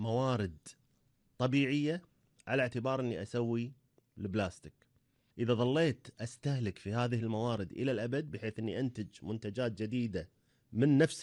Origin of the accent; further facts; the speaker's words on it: Kuwait; عندنا بالكويت